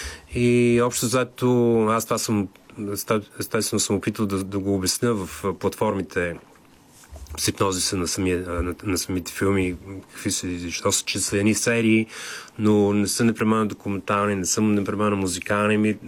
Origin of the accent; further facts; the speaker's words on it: Plovdiv, Plovdiv Province, Bulgaria; Аз живея в Пловдив. Там съм израснал.